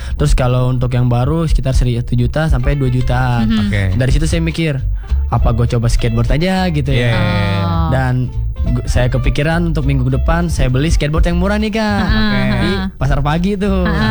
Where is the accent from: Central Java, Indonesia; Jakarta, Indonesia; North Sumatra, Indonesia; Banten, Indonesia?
Jakarta, Indonesia; West Jakarta; Saya dari Jakarta Barat.